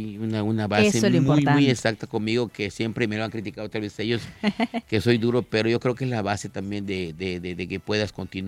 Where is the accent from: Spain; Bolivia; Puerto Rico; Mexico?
Mexico; Mérida, Yucatán